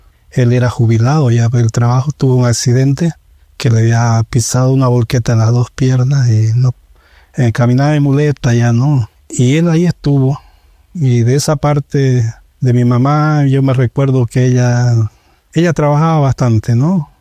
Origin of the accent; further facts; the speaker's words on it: El Torno, Santa Cruz, Bolivia; Prácticamente yo me crié acá en el Torno con mis hermanos. Yo el día que reconozco ya me acuerdo de acá del Torno nomás. Yo acá nací. Estuvo más apegada a mi vida hacia los abuelos de mi padre, o sea, la cultura vallegrandina